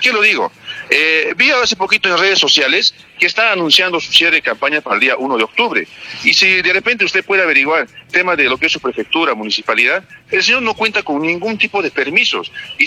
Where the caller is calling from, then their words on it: Calca, Cusco, Peru; Soy calqueño.